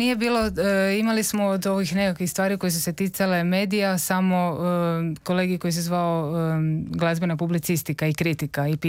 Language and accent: Croatian; Zadar, Zadar County, Croatia; moved away as an adult; now in Zagreb, Croatia; kako sam ja rođena i odrasla u Zadru